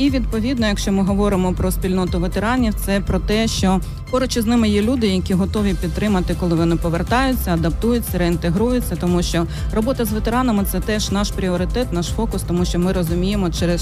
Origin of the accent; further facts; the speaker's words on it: Dnipriany, Kherson Oblast, Ukraine; moved away as an adult; also born or lived in Nova Kakhovka; now in Chernivtsi, Ukraine; Я якраз з Дніпрян